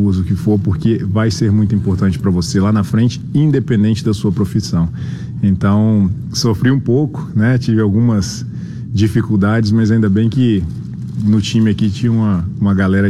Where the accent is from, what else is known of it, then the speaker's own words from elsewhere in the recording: Vitória, Espírito Santo, Brazil; also born or lived in Barcelona, Spain / San Francisco, United States; now in Cleveland, United States; você é do Brasil, de Vitória